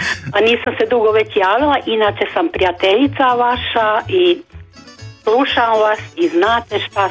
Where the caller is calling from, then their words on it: Slavonia, Croatia; Ja sam jedna baka iz Slavonije.